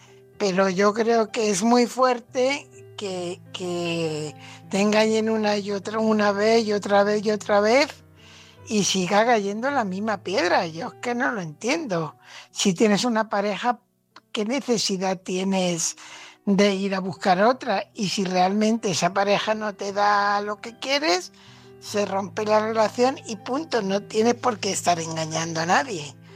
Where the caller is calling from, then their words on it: Fuenlabrada, Community of Madrid, Spain; corresponsal de Fuenlabrada.